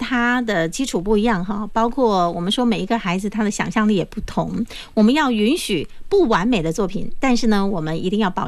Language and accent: Chinese; Quanzhou, Fujian, China; 以前我们作为土生土长的闽南人，